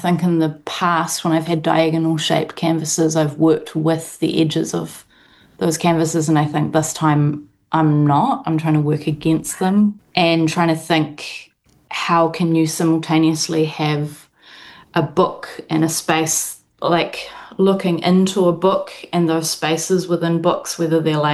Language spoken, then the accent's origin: English; New Zealand; moved away as an adult; now in United Kingdom; being a settler from Aotearoa, who then returns to the motherland as a settler still, and the kind of barrier of being Pākehā. I'm on an ancestry visa here